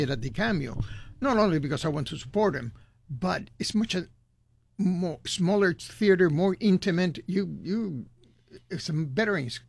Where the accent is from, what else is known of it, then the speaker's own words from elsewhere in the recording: Peru; moved away; I grew up in Peru. Never been a big avid bullfighter, but I've been to bullfights. There's no way you can grow in Peru and not have seen one.